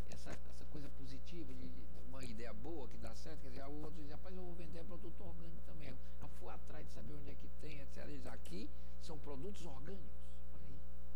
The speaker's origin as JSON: {"language": "Portuguese", "town": "Fortaleza", "region": "Ceará", "country": "Brazil", "tie": "born or raised there", "said": "Eu nasci e me criei na Gentilândia"}